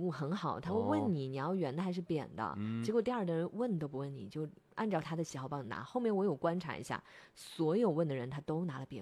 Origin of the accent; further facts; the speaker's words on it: Nanchang, Jiangxi, China; 我是土生土长的南昌人。